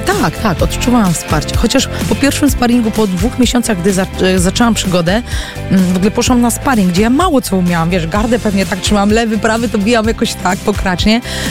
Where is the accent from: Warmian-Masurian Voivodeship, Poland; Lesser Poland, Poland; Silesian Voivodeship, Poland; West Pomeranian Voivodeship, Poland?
Warmian-Masurian Voivodeship, Poland; Olsztyn; wychowywałam się na olsztyńskim osiedlu dużym, gdzie była chmara dzieciaków